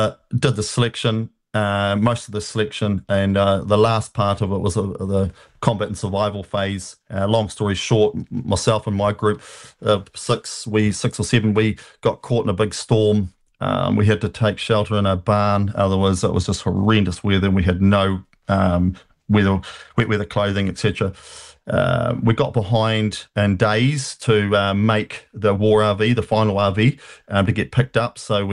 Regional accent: Whangamomona, Taranaki, New Zealand; moved away as an adult; growing up in Whangamamana. Everyone is like in a remote rural area or rural.

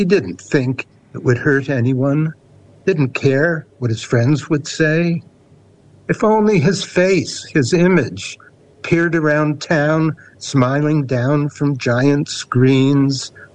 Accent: Canada; accent: Canadian; moved away as an adult; now in New Zealand; I mean, I've been in New Zealand 33 years. I'll never lose my Canadian accent because I came here at 42, and you don't lose an accent at that age.

